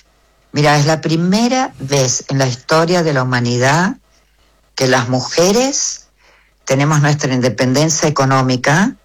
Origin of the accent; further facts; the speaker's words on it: Argentina; Yo soy la primera argentina de una familia absolutamente europea